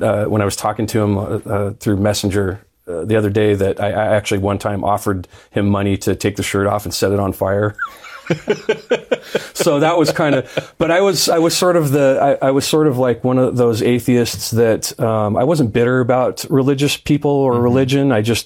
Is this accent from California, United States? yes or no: yes; California, United States; moved away as an adult; also born or lived in San Diego; I grew up in the San Bernardino Mountains in Southern California, and I had moved to San Diego, and I was working as a bar manager there.